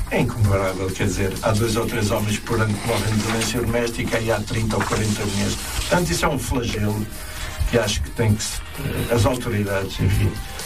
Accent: Portugal; eu como cidadão português, como português

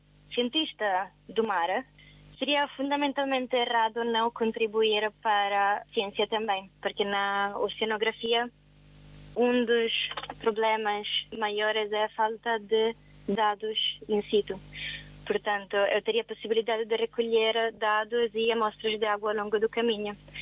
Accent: Italy; Principalmente na Itália, porque eu sou italiana e foi o mais simples de contactar portos foi na Itália

